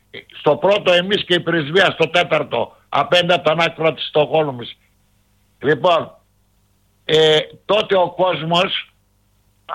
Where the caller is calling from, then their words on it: Greece; εγώ είμαι Έλληνας καθαρός.